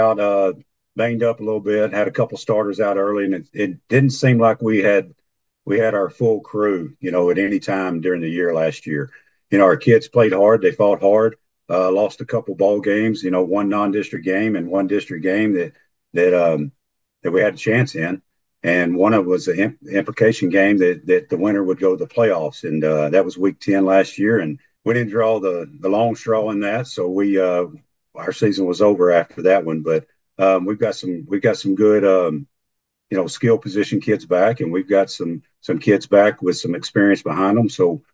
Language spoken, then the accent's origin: English; Wells Point, Texas, United States; born or raised there; moved away as an adult; also born or lived in Stephenville, Texas / Tyler, Texas / Forney, Texas / Palestine, Texas